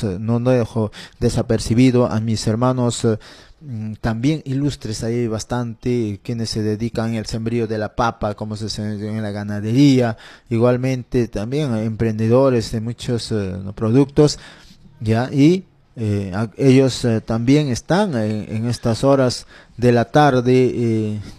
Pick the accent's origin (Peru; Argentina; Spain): Peru; moved away; mi pueblo natal, del distrito de Arrincrán